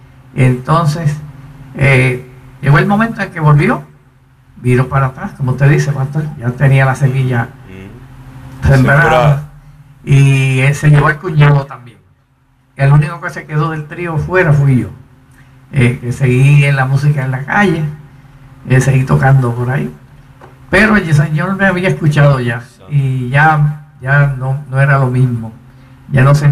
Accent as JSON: {"language": "Spanish", "town": "Ponce", "country": "Puerto Rico", "moved": "yes", "lives_now": "Adjuntas, Puerto Rico", "said": "Yo soy ponceño en sí."}